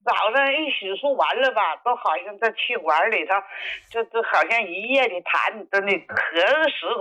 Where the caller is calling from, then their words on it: Shenyang, Liaoning, China; 我是沈阳的。